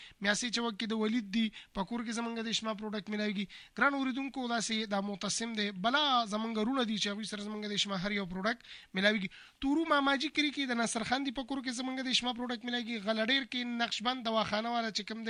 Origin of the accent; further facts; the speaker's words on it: Jalalabad, Nangarhar, Afghanistan; د افغانستان جلال آباد نه